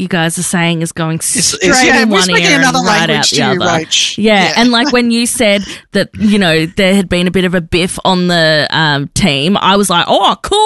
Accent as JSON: {"language": "English", "region": "New South Wales", "country": "Australia", "tie": "born or raised there", "said": "You can tell I grew up in New South Wales"}